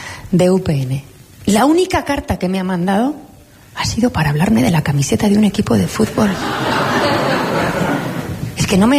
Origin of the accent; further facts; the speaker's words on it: Navarre, Spain; Aprovecho a decir, mira, los navarros somos plurales, diversos, navarros que se sienten vascos, navarros que se sienten del mundo, navarros que se sienten solo navarros